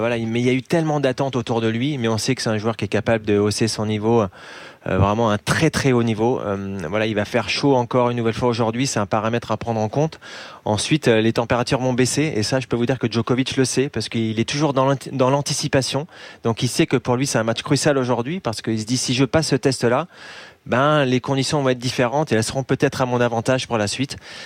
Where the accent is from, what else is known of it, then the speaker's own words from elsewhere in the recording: France; Et voilà, moi, en tant que Français, bien évidemment, j'espère toujours une surprise française.